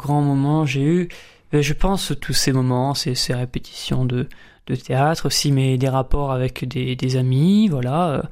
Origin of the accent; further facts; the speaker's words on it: Montpellier, Occitanie, France; also born or lived in La Motte-Servolex, Savoie; Je viens de Montpellier. Je suis né ici. J'ai habité presque toute ma vie ici. J'ai eu 2 ans où je suis parti en Savoie.